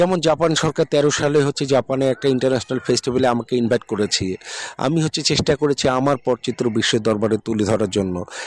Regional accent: Parbatipur, Rangpur Division, Bangladesh; আমার জন্ম পার্বতীপুর দিনাজপুরে। গ্রামীণ বলয়ে আমার বেড়ে ওঠা।

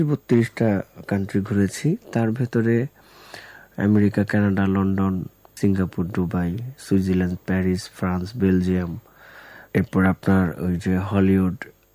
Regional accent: Jamalpur, Mymensingh Division, Bangladesh; moved away; জামালপুর আমার জন্মস্থান, কাছারিপাড়া

